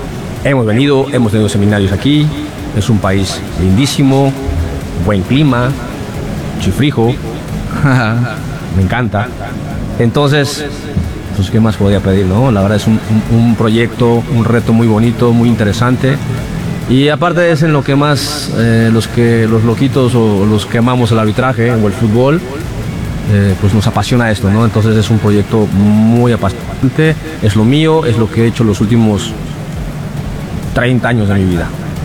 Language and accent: Spanish; Mexico; soy mexicano. Fui árbitro, obviamente, de México.